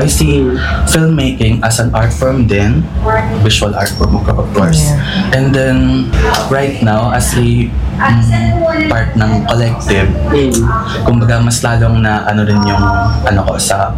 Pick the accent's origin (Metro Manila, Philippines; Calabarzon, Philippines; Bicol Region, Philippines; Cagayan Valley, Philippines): Metro Manila, Philippines; Manila; now in Bulacan or nearby province, Philippines; I grew up in Manila City. So basically, as a child, I was surrounded by concrete jungle.